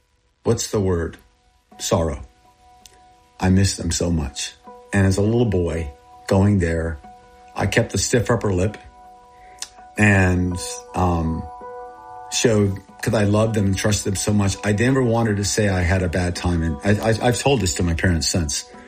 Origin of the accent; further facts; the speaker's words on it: Thailand; first language Thai; English is a second language; also born or lived in Texas, United States; I was born in Texas, and I grew up in Thailand, and I grew up with Thai people. and my first language was Thai.